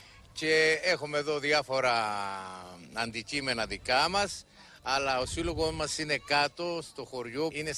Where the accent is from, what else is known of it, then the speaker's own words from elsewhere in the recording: Gergeri, Crete, Greece; σας καλωσορίζω και εγώ στο όμορφο χωριό μας, στο πιο παραδοσιακό και δημιουργικό χωριό.